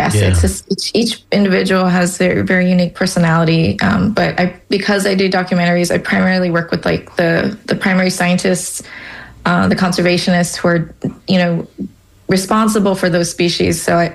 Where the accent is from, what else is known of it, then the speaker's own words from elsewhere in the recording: Hawaii, United States; well, I'm from Hawaii. I should try to draw what we have there.